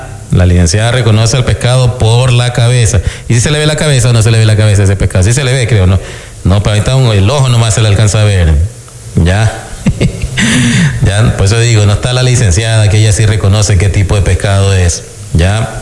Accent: Ecuador; así somos los ecuatorianos

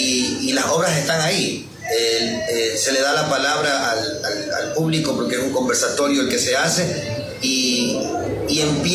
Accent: Ventanas, Los Ríos, Ecuador

